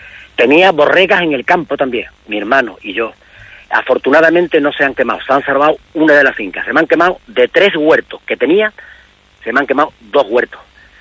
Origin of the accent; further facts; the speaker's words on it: Berrocal, Andalusia, Spain; Yo soy un vecino de Berrocal, nacido, he vivido toda mi vida, ya soy un maestro jubilado, es decir, un pensionista.